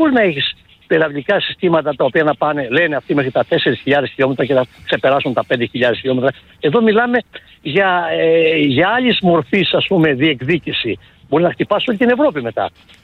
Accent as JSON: {"language": "Greek", "town": "Athens", "region": "Attica", "country": "Greece", "moved": "yes", "said": "Γυρίζω στην Αθήνα, στην πατρίδα μου"}